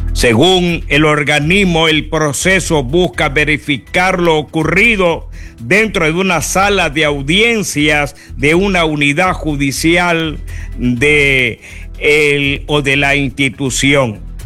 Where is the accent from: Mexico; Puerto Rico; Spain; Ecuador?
Ecuador; Somos nosotros los ecuatorianos que le pagamos los sueldos a ustedes.